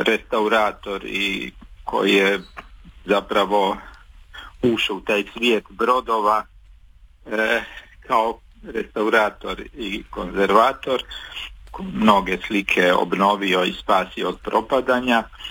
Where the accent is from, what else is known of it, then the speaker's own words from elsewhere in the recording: Prčanj, Kotor Municipality, Montenegro; now in Zagreb, Croatia; ja sam rođen u Kotoru, a djetinjstvo sam proveo na Prčanju.